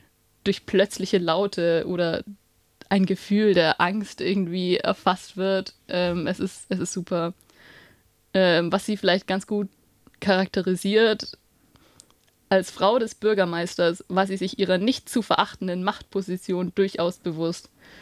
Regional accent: Bavaria, Germany; Ich kann es so mit meiner Heimat vergleichen. Da muss ich jetzt politisch werden. Wir sind in Bayern.

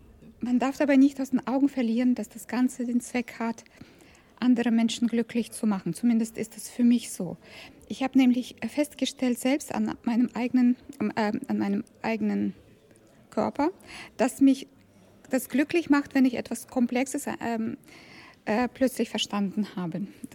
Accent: Karlsruhe, Baden-Württemberg, Germany; ich komme aus Karlsruhe, von KIT.

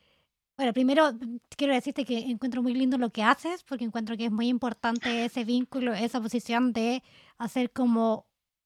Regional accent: Chile; moved away; nosotros por nuestra historia también que venimos de Chile, nosotros tenemos mucha influencia europea.

